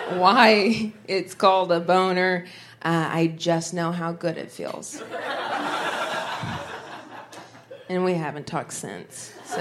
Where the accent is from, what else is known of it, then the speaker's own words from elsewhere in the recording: Dayton, Ohio, United States; moved away; So I grew up originally in Ohio, Southwest Ohio, in Dayton, and I got some big news from my sister back home.